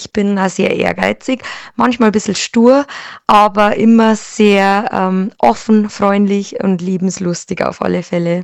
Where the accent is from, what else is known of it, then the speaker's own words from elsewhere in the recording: Bavaria, Germany; bei uns in Ickensbach im Gasthaus Linsmeier.